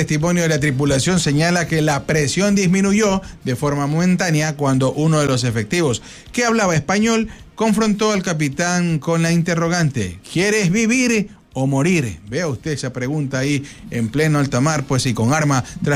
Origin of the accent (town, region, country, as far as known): Ecuador